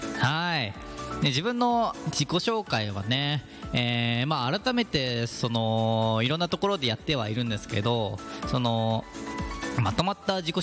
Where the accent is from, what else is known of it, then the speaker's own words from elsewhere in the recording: Gyoda, Saitama, Japan; 生まれも育ちも行田で